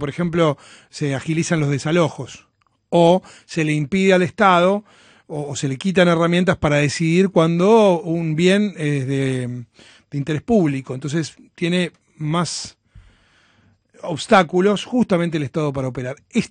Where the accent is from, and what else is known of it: Argentina